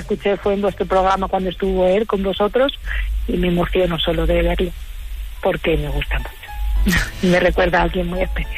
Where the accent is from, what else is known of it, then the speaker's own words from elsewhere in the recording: Torrejón de Ardoz, Community of Madrid, Spain; Pues mira … de Torrejón, encantada de oíros.